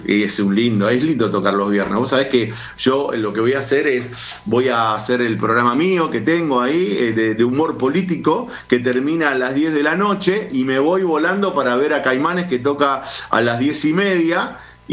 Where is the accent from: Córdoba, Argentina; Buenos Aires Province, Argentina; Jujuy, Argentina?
Buenos Aires Province, Argentina; Morón; de donde yo vengo, que nací en Morón Sur, en un barrio de Morón Sur, con todo lo que eso conlleva